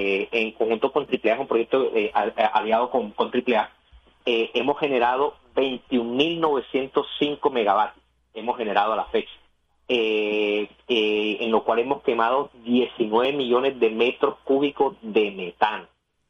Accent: Barranquilla, Atlántico, Colombia; bueno, yo soy barranquillero. Barranquilla actualmente cuenta con una planta que es insignia y debería ser orgullo para nosotros

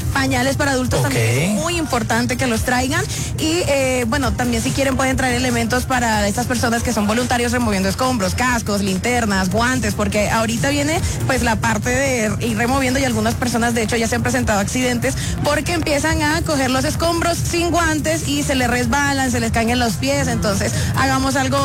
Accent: Colombia; dependen de nosotros como colombianos.

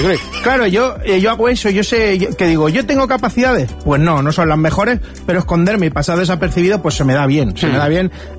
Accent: Rubí, Catalonia, Spain; Nosotros somos de Rubí.

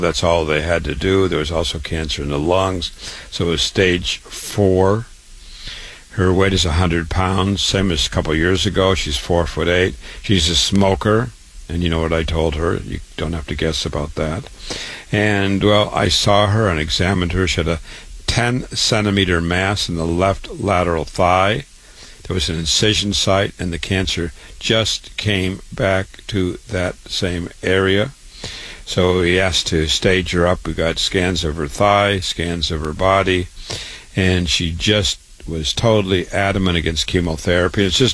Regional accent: Waterloo, Iowa, United States; I was born and raised in Waterloo, Iowa. I went to public school, university, MD at 25.

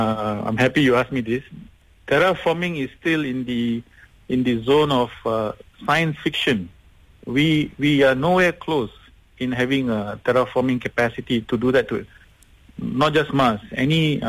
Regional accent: Malaysia; As a Malaysian, I see the red soils of Pahang.

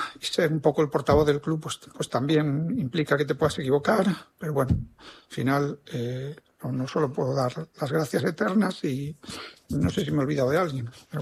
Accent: Pamplona, Navarre, Spain; soy de PTV, ¿no? De Pamplona de toda la vida, como me han dicho.

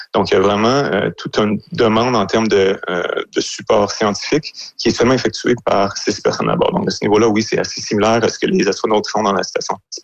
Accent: Quebec, Canada; Ah oui, mais moi, je viens de l'Abitibi, donc je suis habitué, oui.

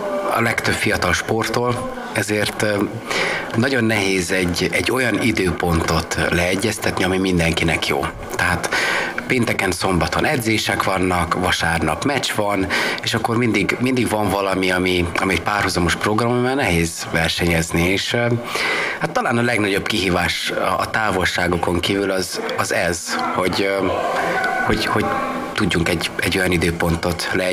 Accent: Satu Mare County, Romania; moved away as an adult; now in Melbourne, Australia; Tavaly januárban érkeztünk, mi Erdélyből, pontosabban Párciumból érkeztünk, a határ menti területekről, Szatmár megyéből származunk mind a ketten, én is és a feleségem is

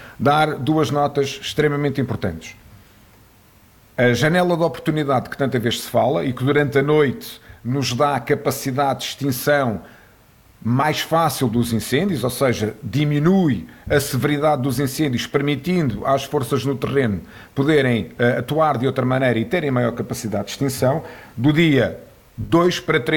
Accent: Portugal; enquanto cidadãos, enquanto portugueses

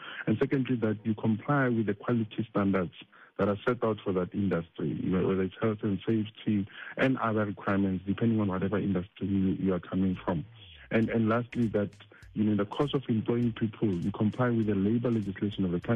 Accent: South Africa; So as proudly South African

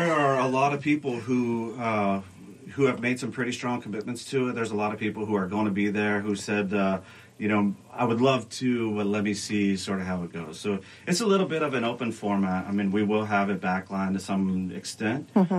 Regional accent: Erie, Pennsylvania, United States; Paul and I grew up in Erie, Pennsylvania, we lived like 6 blocks south of the lake.

